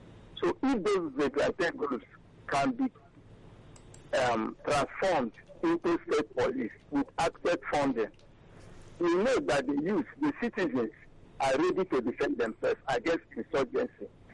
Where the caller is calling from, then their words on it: Nigeria; I'm calling from Eba.